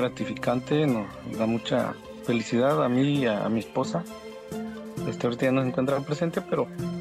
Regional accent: La Reforma, Oaxaca, Mexico; yo soy acá de La Reforma, actualmente vivimos acá, es una comunidad que está en proceso de rural a urbano.

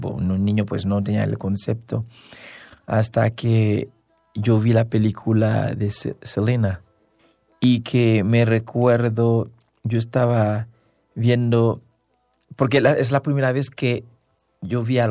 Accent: Haiti; now in Mexico City, Mexico; Nací y crecí en Haití. Y justo ya hace 6 años que vine aquí, estudié en Jalapa

